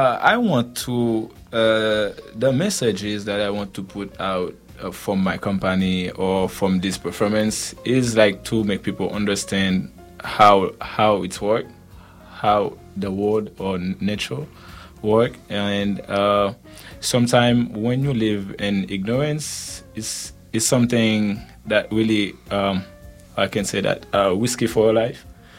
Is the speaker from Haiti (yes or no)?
yes; Haiti; I'm from Haiti